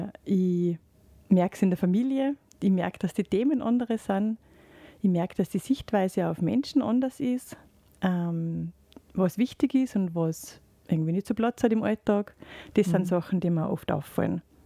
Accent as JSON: {"language": "German", "region": "Salzburg", "country": "Austria", "said": "Also ich bin ursprünglich aus dem Pinzgau, aber jetzt schon seit 2013 in Salzburg und denke, es ist schon ein bisschen abgemildert, ein bisschen abgeflacht"}